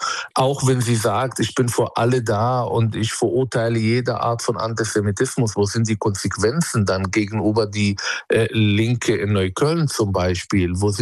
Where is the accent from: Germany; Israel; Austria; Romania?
Israel; Und das ist nicht die legitime Israel-Kritik, die ich mir wünsche, auch vor allem als Palästinenser, als Israeli.